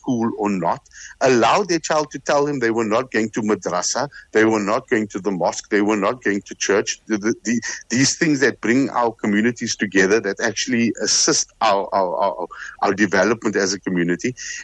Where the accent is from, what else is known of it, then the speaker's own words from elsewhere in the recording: Cape Town, Western Cape, South Africa; I grew up in Bonteville, and my parents worked.